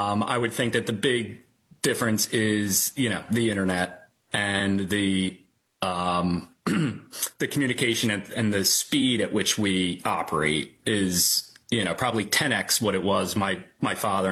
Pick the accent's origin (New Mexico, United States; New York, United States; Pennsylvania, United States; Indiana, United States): Pennsylvania, United States; Havertown; born and raised in Havertown, Pennsylvania